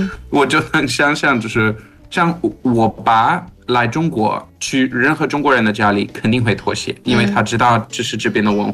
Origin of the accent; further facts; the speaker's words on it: Johannesburg, Gauteng, South Africa; 我是在约翰内斯堡长大，然后我们一般就是在家里不穿鞋，或者如果我们在什么草地上面就不穿鞋。